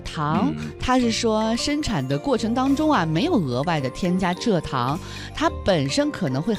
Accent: Kunming, Yunnan, China; 用我们昆明话就是吃个撇包得了啊。

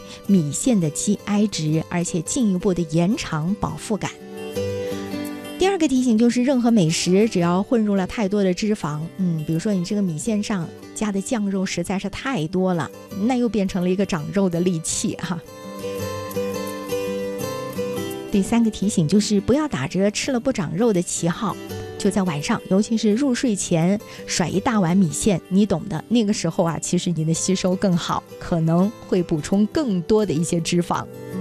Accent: Yunnan, China

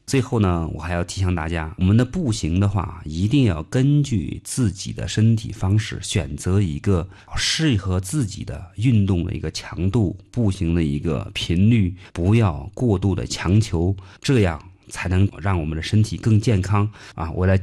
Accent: China; 我们中国人

